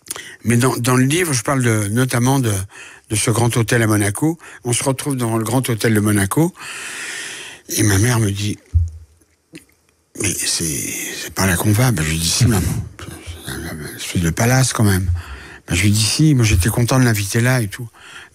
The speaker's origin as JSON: {"language": "French", "country": "France", "tie": "born there", "said": "elle a traversé l'Atlantique, et je suis né en France avec elle."}